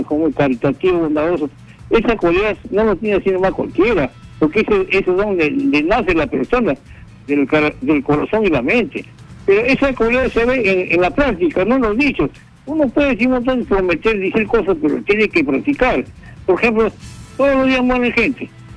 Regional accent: Peru

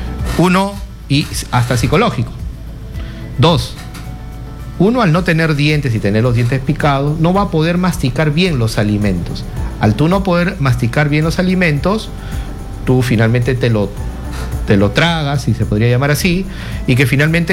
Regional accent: Peru; para que este niño más adelante no pueda tener este caries como muchos peruanos tenemos

